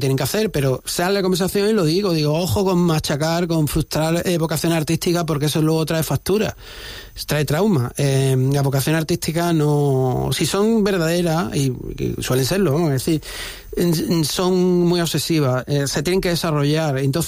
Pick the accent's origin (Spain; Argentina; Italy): Spain; Málaga, Andalusia; No, yo soy de Málaga, lo que pasa es que acabé en Torremolinos otra vez por mi madre también.